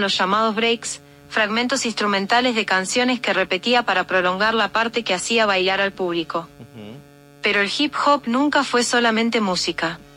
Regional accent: Argentina; now in Mexico; la argentina más mexicana.

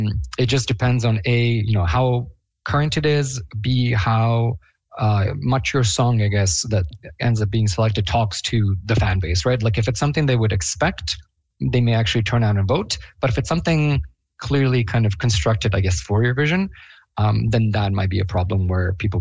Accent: Bosnia & Herzegovina; moved away; So I was born and raised in Bosnia-Herzegovina.

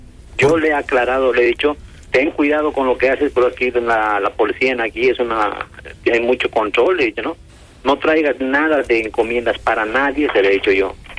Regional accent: Bolivia; also born or lived in Argentina; now in Spain; yo lo he conocido muy niño en mi país, en Bolivia, ¿vale? Y ha radicado muchos años en Argentina y yo he radicado muchos años en España.

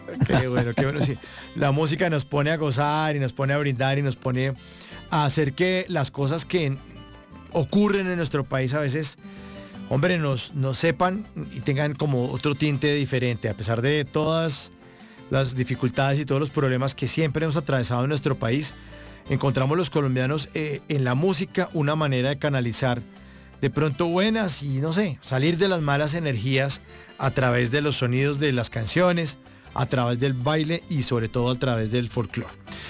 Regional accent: Colombia; Esos festivales, esta música, estos sonidos, de verdad, nos reafirman como colombianos y no pueden apagarse, no pueden dejar de sonar.

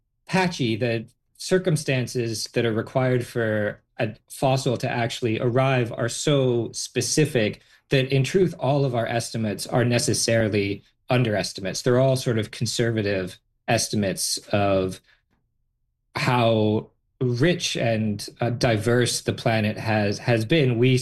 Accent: Calgary, Alberta, Canada; I grew up in Calgary, and we used to go to Drumheller all the time, into the Badlands to go camping and hiking.

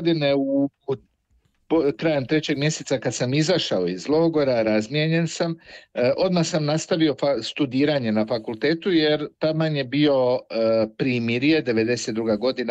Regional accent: Croatia; kod nas u Hrvatskoj se događa jedna strašna situacija

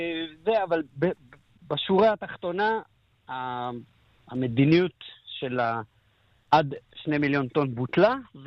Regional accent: Eilat, Southern District, Israel; אני בתור אילתי

